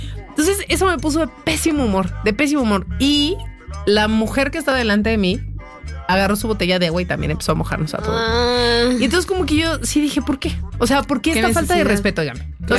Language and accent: Spanish; Mexico; estoy en un mundial, en México, en mi país, en este estadio.